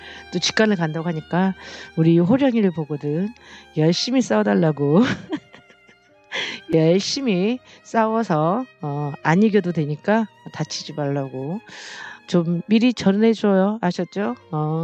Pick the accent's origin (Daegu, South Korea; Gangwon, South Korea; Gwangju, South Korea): Gwangju, South Korea; moved away; 아무래도 고향이 광주다 보니까 해태 때부터 기아를 쭉 경기장을 다니면서 응원했다 보니까 이왕이면 지금은 광주에 안 살아도